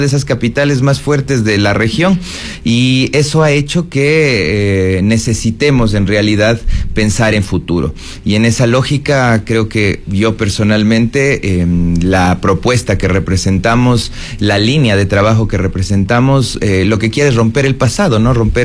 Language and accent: Spanish; Quito, Pichincha, Ecuador; como quiteños todos nos sentimos orgullosos de esta ciudad